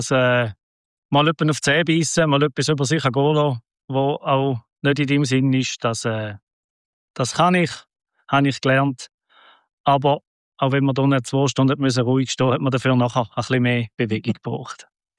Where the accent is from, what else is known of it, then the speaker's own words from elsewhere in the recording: Oberbüren, St. Gallen, Switzerland; Ich komme aus Oberbüren. Das ist ein Dorf zwischen Gossau und Wil. Ich bin dort aufgewachsen